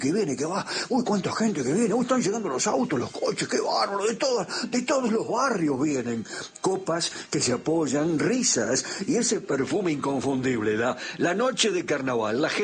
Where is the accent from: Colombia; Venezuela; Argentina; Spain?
Argentina; Flores, Buenos Aires; ¿Sos de acá? Sí, sí, soy de Flores.